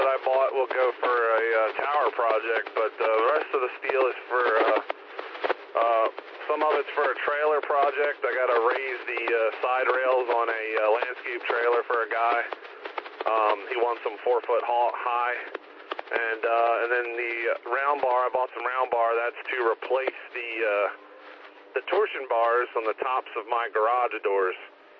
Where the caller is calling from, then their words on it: Nottingham, Pennsylvania, United States; down in Nottingham, about a mile and a half south of the Hearst factory, right on the Maryland border. I love where I live. I live in the middle of a bunch of farmland, don't have any neighbors.